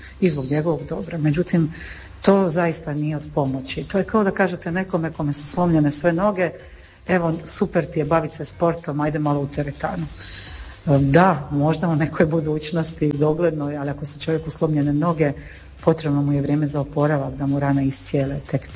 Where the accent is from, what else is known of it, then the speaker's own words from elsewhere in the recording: Split, Split-Dalmatia County, Croatia; evo iz Splita sam pa je to lokacija gdje mi šetamo i penjemo se kad imamo snage